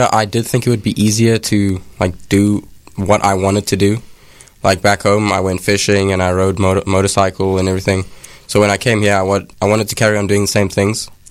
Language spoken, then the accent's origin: English; Pretoria, Gauteng, South Africa; now in Wayne, United States; I'm from South Africa, Pretoria, South Africa, to be specific, yeah.